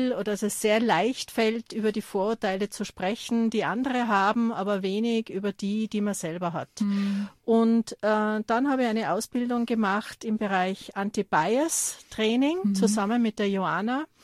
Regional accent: Tyrol, Austria; also born or lived in Germany; weil ich bin ja auch Migrantin. Ich bin in Deutschland geboren, mhm, und dann als Kind nach Tirol gekommen.

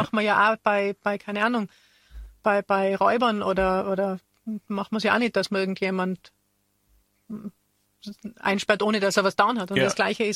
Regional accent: Tyrol, Austria; das gibt es relativ groß im Osten von Österreich, das gibt es bei uns in Tirol im Landeskrankenhaus in Haller Station.

